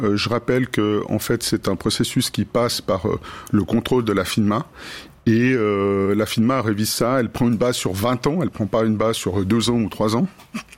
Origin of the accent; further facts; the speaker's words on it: Romandy, Switzerland; Premièrement, parce qu'on est romand